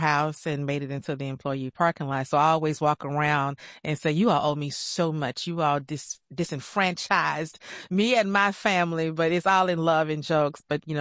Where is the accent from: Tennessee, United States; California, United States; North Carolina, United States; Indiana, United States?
Tennessee, United States; Chattanooga; But we live one block from, eventually we moved to, you know, the hospital area on Glenwood.